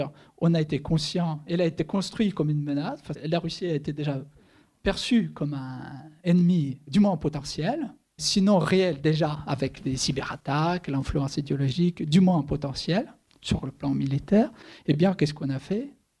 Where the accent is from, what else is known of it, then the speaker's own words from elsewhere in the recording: France; en tant qu'Européen, en tant que Français